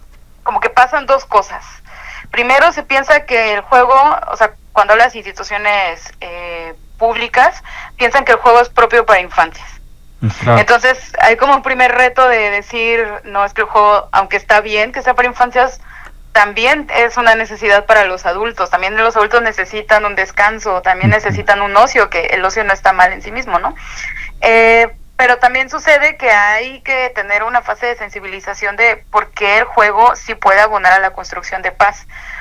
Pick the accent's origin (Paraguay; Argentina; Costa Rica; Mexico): Mexico; Tuxpan; en Tuxpan, que es de donde soy originaria